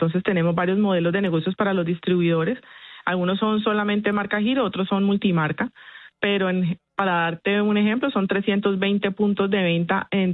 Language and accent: Spanish; Cali, Valle del Cauca, Colombia; Yo soy caleña, yo no sé por qué me dijeron que si era paisa, soy caleña, recaleña.